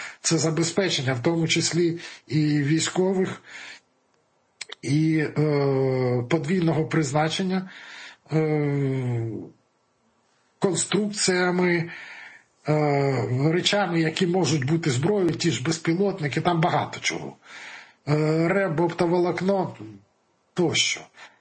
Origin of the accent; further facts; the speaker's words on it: Poltava, Poltava Oblast, Ukraine; Я як полтавчанин кажу